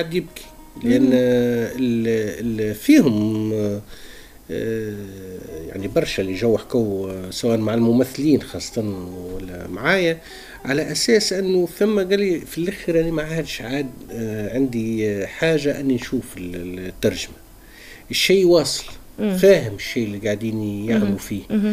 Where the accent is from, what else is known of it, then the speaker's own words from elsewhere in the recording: southern Tunisia, Tunisia; moved away; أنا من الصحراء وننتمي لها لكن بعدت عليها ونرجع لها